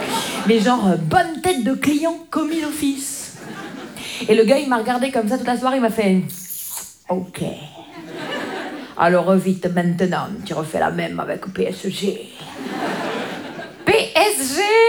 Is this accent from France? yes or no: yes; Grand Est, France; Moi, je viens des Vosges. Les Vosges.